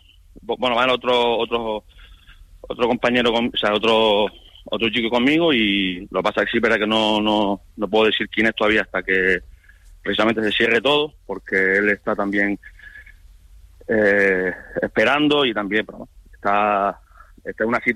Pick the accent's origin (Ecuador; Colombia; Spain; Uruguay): Spain; España somos de los mejores en cuestión de formación de categorías inferiores